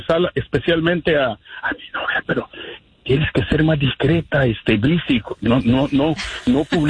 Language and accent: Spanish; San Salvador, El Salvador; yo soy de San Salvador, de la capital.